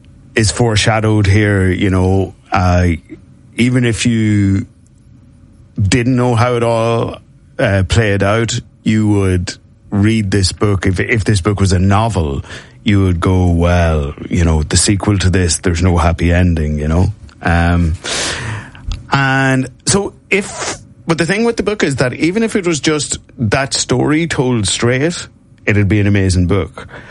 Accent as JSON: {"language": "English", "region": "Ulster", "country": "Ireland", "said": "I cared about boxing a bit because I was from Monaghan and Barry McGuigan was world champion"}